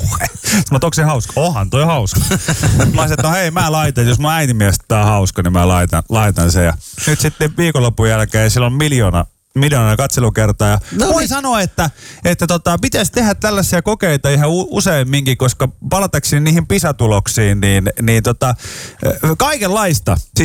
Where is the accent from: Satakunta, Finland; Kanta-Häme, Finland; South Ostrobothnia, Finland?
Satakunta, Finland; Pori; mä oon tämmönen porilainen huumoriveikko.